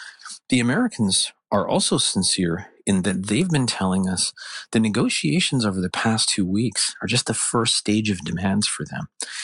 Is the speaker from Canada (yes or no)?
yes; Canada; it's not because I'm Canadian, but I tend to believe our side is the more accurate one